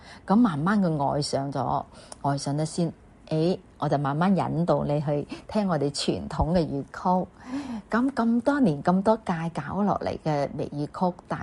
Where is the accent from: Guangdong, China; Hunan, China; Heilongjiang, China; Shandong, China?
Guangdong, China; Taishan; 所以他们呢亦都很希望由我这个台山女去演唱这首曲咯。